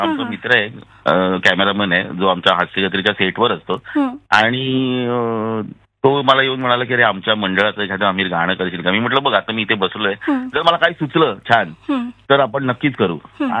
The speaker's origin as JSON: {"language": "Marathi", "town": "Mumbai", "region": "Maharashtra", "country": "India", "moved": "as an adult", "lives_now": "Kurla, Mumbai, India", "said": "म्हणजे मी लालबागचा आहे. मी गेली 10-15 वर्ष लालबाग मध्ये होतो. आता ह्या वर्षी मला केवळ म्हणजे काय म्हणतात ना की घर बदललं म्हणून मी कुर्ल्यात नेहरू नगरला आलोय पण मनाने मी अजूनही लालबाग मध्येच आहे असतो."}